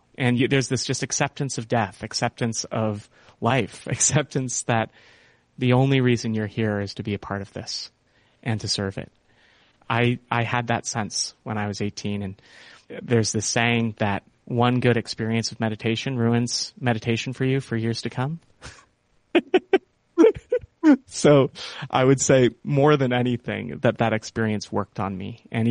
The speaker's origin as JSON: {"language": "English", "region": "California", "country": "United States", "tie": "born or raised there", "said": "I grew up in the Sierra Nevada mountains of California, and I grew up next to the Yuba River and Lake Tahoe"}